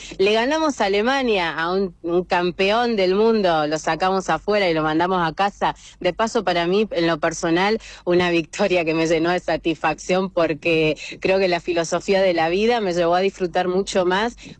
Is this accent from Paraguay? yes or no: yes; Paraguay